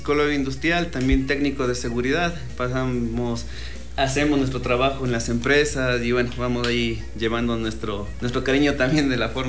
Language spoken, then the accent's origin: Spanish; Latacunga, Cotopaxi, Ecuador; somos de la Tacunga.